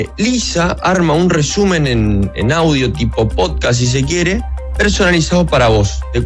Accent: Chaco, Argentina; Yo soy de Chaco.

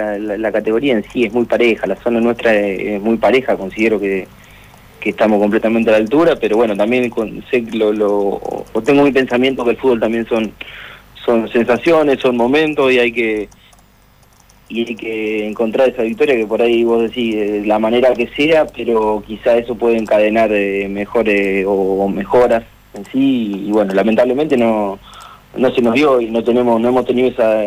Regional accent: Mar del Plata, Buenos Aires Province, Argentina; somos del mismo medio y somos de Mar del Plata

